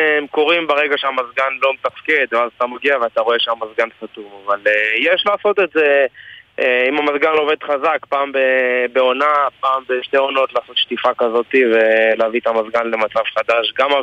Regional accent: Southern District, Israel; אני במקרה מהדרום, אז בכלל מקיבוץ

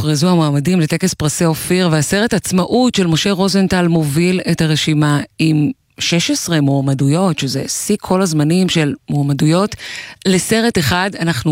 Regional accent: Ginosar, Northern District, Israel; born there; אני נולדתי בגינוסר, שתדע

